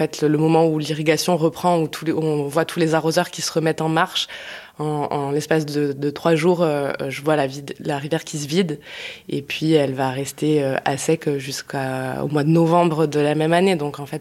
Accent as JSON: {"language": "French", "region": "Pyrenees", "country": "France", "said": "je suis originaire plutôt des Pyrénées et des montagnes"}